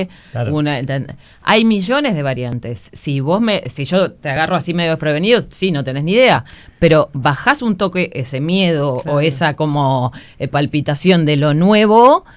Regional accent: Uruguay; porque somos uruguayos

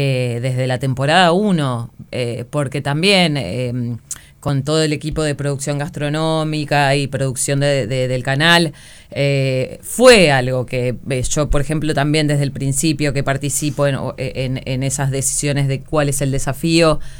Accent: Uruguay; porque somos uruguayos

